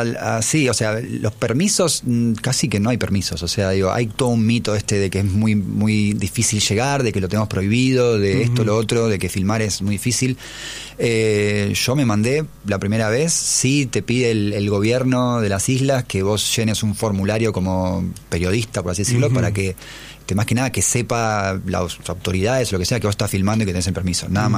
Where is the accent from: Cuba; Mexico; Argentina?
Argentina; me parece que es lo único que nos une así como argentinos en todo sentido